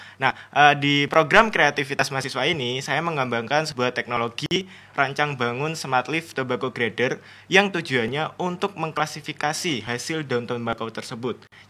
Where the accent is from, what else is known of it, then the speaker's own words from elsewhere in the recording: Probolinggo, East Java, Indonesia; Iya, asli Probolinggo.